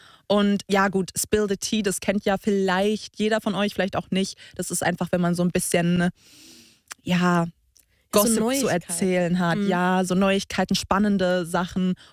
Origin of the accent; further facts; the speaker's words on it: Karlsruhe, Baden-Württemberg, Germany; moved away as an adult; now in Cologne, Germany; Ich bin 24 und ich stehe dazu. Wir kommen ursprünglich beide aus Karlsruhe, beziehungsweise so Umgebung, und sind jetzt zusammen nach Köln gezogen, in unsere Traumwohnung.